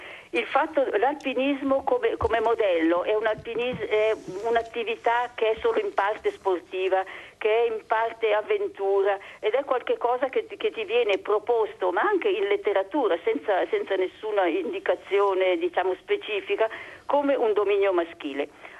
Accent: Ticino, Switzerland; moved away; sono cresciuta nel Canton Ticino, vicino a Lugano, io avevo in giro delle belle montagne

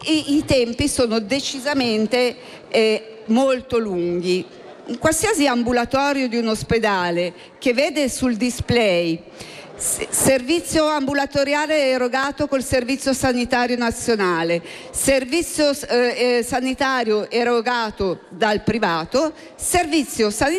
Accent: Lombardy, Italy; Io da Lombarda

